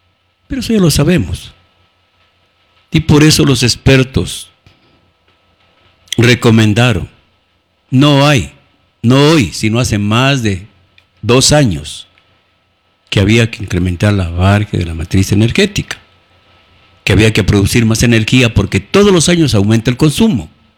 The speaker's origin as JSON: {"language": "Spanish", "country": "Ecuador", "said": "los ecuatorianos"}